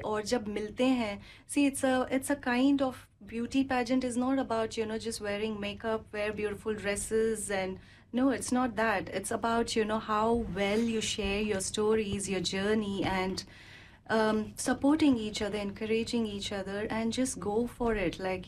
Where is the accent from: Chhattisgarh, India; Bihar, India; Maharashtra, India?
Maharashtra, India; Mumbai; moved away as an adult; also born or lived in Mangalore / Dubai; now in New Zealand; मैं मैंगलोर से हूँ, बॉर्न और रेज्ड हुई हूँ मुंबई में. सो मेरा पूरा लाइफ जो 20 साल का था वो मुंबई में था, और फिर 17 साल दुबई में, और 8 साल न्यूजीलैंड में हो चुका है.